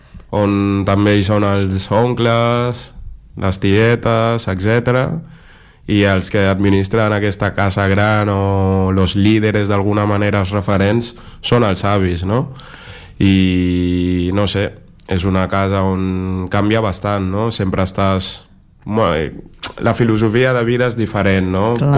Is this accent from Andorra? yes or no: no; Senegal; also born or lived in Dakar; jo vaig néixer a Dakar, però sí que és veritat que em vaig criar a Yorbel. És una regió... d'allà també del Senegal